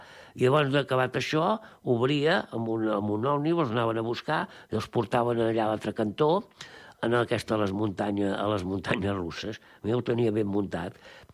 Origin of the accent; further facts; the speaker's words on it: Catalonia, Spain; som del Maresme